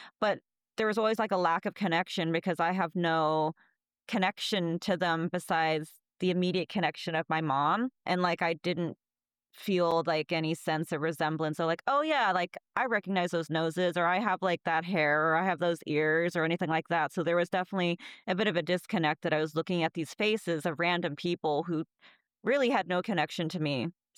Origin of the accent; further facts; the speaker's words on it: Alaska, United States; now in San Francisco, United States; oh, I'm from Alaska